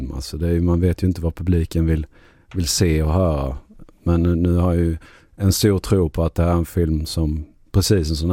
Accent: Skinnemyra, Sweden; när jag såg en rotvälta hemma i Skinnemyra.

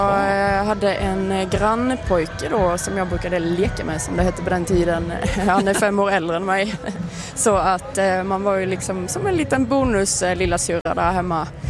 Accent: Bromölla, Skåne, Sweden; Och jag är från Bromölla som sagt, så att det tar ju en 20 minuter ungefär att ta sig ut här till lilla Norge.

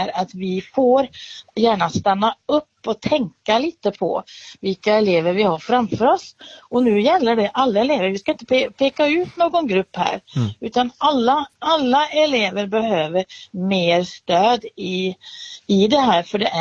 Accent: Norway; now in Sweden; I Norge, där jag kommer ifrån ursprungligen

